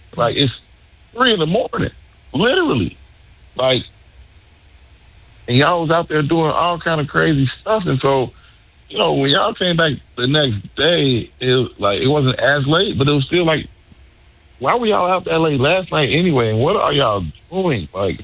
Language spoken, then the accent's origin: English; Chicago, Illinois, United States; born or raised there